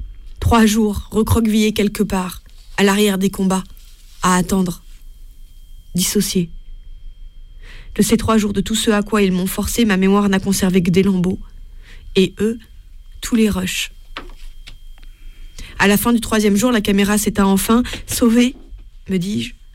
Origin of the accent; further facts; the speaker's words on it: Netherlands; Je suis néerlandaise.